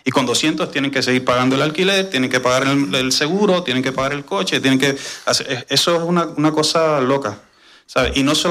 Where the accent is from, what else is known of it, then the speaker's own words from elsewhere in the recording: Cuba; moved away; soy un cubano probablemente no común.